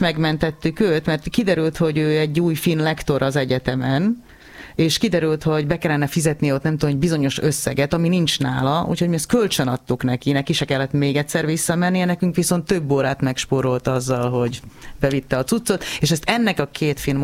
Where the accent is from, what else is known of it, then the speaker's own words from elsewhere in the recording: Slovakia; moved away; also born or lived in Prague; Szlovák állampolgárként kötelező volt, Prágában tanultunk, meg éltünk